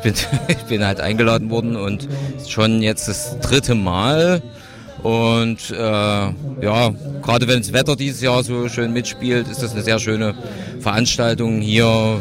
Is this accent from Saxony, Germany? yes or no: yes; Dresden, Saxony, Germany; Aber ich komme aus Dresden